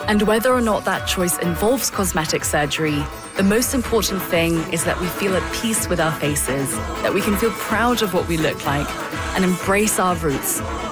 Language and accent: English; United Kingdom; accent: British; now in Canada; I'm sitting over here in Canada, espousing lofty thoughts in my British accent